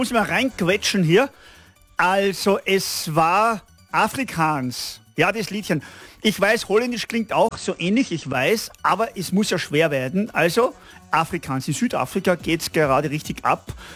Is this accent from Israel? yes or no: no; Styria, Austria; So, diese Region hier, da wo ich herkomme, Steiermark, Ennstal, die steht in, wie sagt man, komplett Kopf diese Woche.